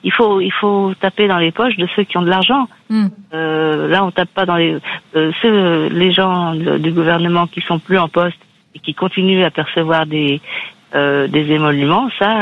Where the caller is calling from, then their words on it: Crosne, Île-de-France, France; De Crône, dans l'Essonne.